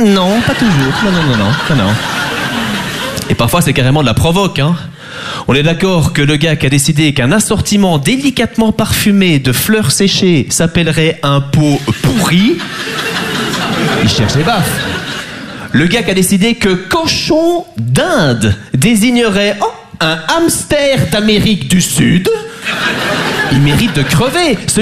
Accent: Belgium; je suis très content de jouer en France. Moi, j'adore les Français, même si je suis belge, hein

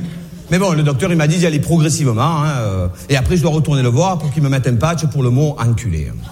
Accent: Marseille, Provence-Alpes-Côte d'Azur, France; born there; Non, en vérité, je suis né à Marseille, j'ai un accent et puis voilà, c'est tout.

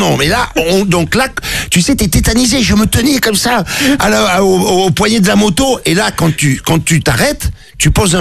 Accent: Marseille, Provence-Alpes-Côte d'Azur, France

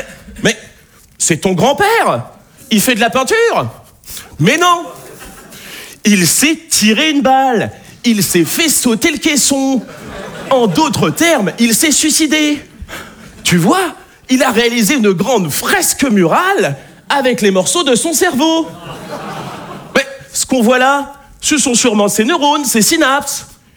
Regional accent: Nouvelle-Aquitaine, France

